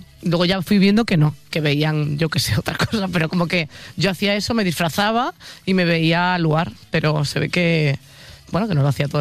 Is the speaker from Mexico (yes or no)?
no; Oleiros, Galicia, Spain; las fiestas de Santa Cruz, que es de mi pueblo